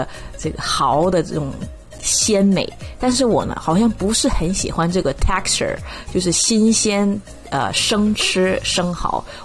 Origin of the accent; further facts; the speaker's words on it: Guangdong, China; now in North America; 我们广东人喜欢用这个炒锅，我们也很注重这个锅气，所以我们在这个北美生活的时候呢，就特别的纠结啊